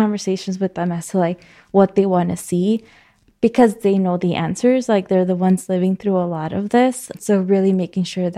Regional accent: Chicago, Illinois, United States; I was born and raised in Barden Park, and people are like, where's Barden Park? And I was like, right next to Back of the Arts, and they're like, I know where that is.

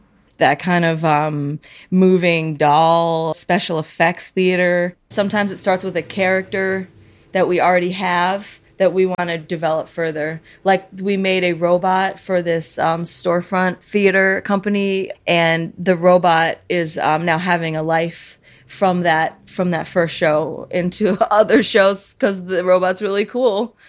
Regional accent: Chicago, Illinois, United States; also born or lived in Colorado / New York; I came here in sixth grade. I was about 10 from Colorado. And before that, I was in upstate New York, but I'm from Chicago. Since then, that's been my home, sixth grade. I live in West Logan Square.

